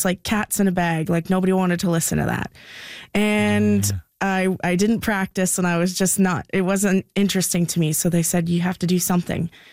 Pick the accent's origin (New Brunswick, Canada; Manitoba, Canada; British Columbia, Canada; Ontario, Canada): Ontario, Canada; South River; we are from South River, but we're about 45 minutes outside of the town in a unorganized township called Lount.